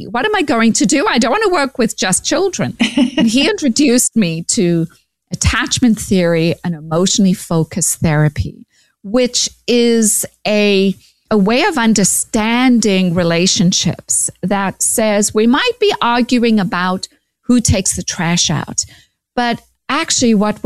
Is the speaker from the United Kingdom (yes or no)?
no; South Africa; now in United States; you know that I grew up in South Africa, came to America, where my dad was a well-known psychologist … at Fuller Graduate School of Psychology.